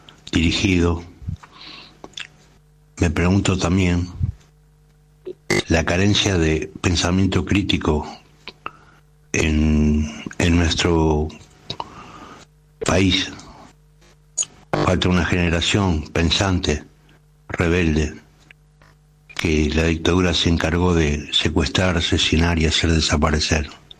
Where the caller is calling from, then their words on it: Martín Coronado, Buenos Aires Province, Argentina; Te hablo de Martín Coronado